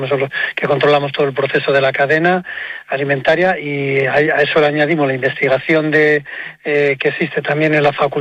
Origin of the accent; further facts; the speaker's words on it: Salamanca, Castile and León, Spain; los que somos de Salamanca